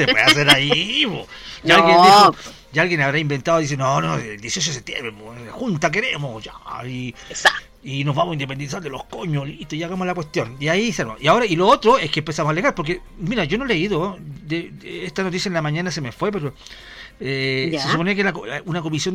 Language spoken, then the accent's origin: Spanish; Chile; somos chilenos